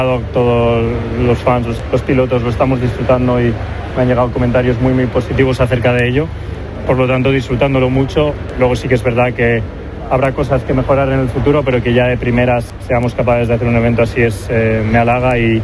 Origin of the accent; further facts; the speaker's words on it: Spain; Bueno, primero de todo, un orgullo como español, ver que Madrid, España, es capaz de poner un evento de este calibre